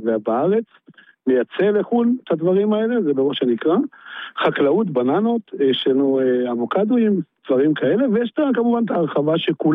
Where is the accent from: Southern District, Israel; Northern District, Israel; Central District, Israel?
Northern District, Israel; Zar'it